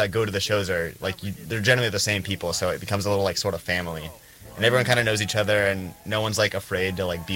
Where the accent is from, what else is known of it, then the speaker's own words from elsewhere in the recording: San Diego, California, United States; now in San Luis Obispo, United States; I'm from San Diego